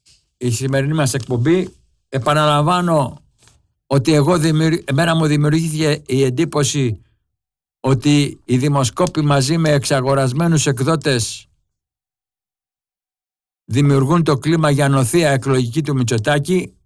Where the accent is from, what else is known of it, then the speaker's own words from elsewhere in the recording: Greece; Εγώ πληρώνω σαν Έλληνας φορολογούμενος